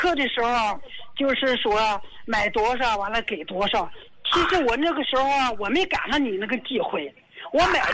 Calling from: Dalian, Liaoning, China; 我是大连的。

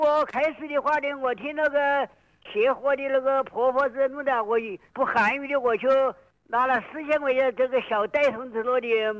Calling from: Qianjiang, Hubei, China; 我是潜江市的胸口管理区。

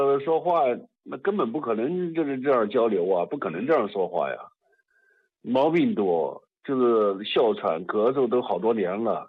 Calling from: Xinyang, Henan, China; 我河南信阳的

